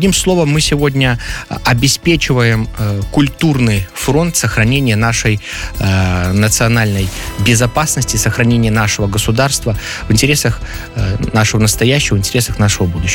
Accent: Belarus; мы сегодня белорусы, имеем свою собственную страну

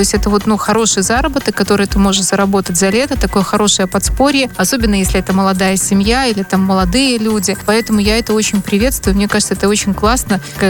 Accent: Belarus; Это мы белорусы, это наша земля, вот это то, что исконно мы.

